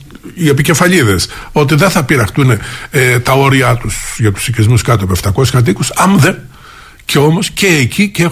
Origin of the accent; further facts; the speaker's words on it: Greece; νομίζω ότι επίοικως θα πρέπει να ντρεπόμαστε σαν Έλληνες.